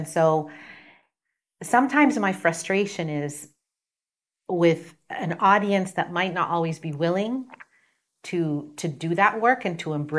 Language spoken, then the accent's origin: English; Palestine; being Palestinian is the honor of my life.